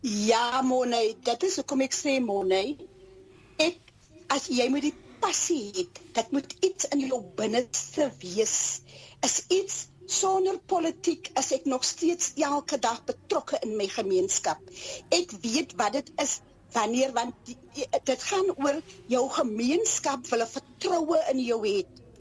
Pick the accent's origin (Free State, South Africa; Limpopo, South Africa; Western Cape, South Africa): Western Cape, South Africa; Mossel Bay; ek het groot geword in Apollestraat, ek is 'n gebore Mossebaaier, en dan het ek ook, my laerskool was ook net die straat bokant my gewees in hierdie selfde wijk waar ek my laerskool gedoen